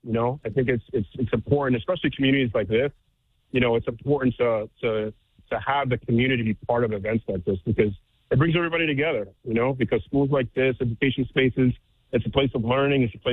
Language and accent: English; Miami, Florida, United States; So I grew up in Miami, so I'm a diehard Miami Hurricanes fan.